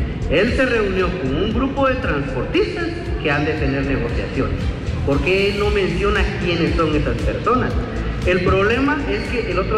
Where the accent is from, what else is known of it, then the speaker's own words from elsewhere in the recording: San Marcos, Guatemala; Nosotros somos del departamento de San Marcos, albergamos alrededor de 170 asociaciones de transporte